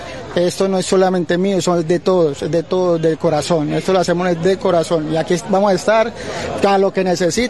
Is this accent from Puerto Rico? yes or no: no; Buenaventura, Valle del Cauca, Colombia; Yo soy de aquí de Buenaventura